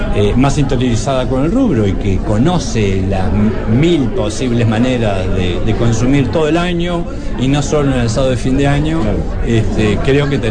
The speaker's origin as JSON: {"language": "Spanish", "country": "Uruguay"}